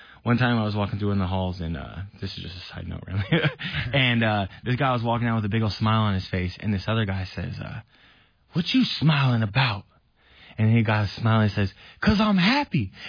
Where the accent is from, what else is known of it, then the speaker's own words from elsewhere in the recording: Las Vegas, Nevada, United States; moved away as an adult; also born or lived in Washington; now in Boise, United States; for 17 years, born and raised in Las Vegas.